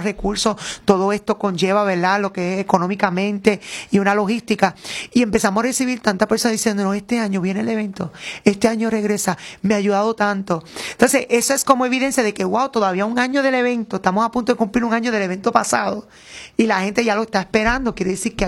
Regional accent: Aguadilla, Puerto Rico; moved away as an adult; now in Isabela, Puerto Rico; yo soy de Isabela, ¿verdad? Nacido y criado en Aguadilla, pero desde que me casé, me raptaron para Isabela.

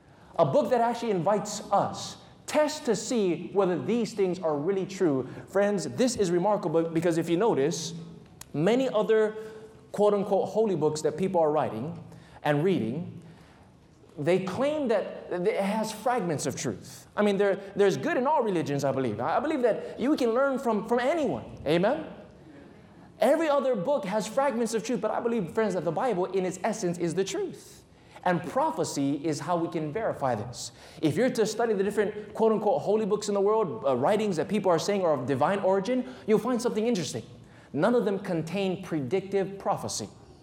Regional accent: Waianae, Hawaii, United States; growing up in Waianae on the island of Oahu

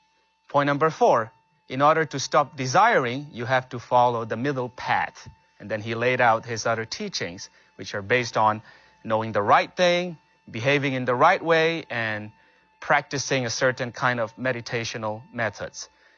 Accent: Myanmar; also born or lived in India / Philippines; now in United States; my home country, Myanmar, is a Buddhist majority country. So growing up, I was exposed to the Buddhist culture and worldview very much. Everywhere I go around my hometown, I see Buddhist temples.

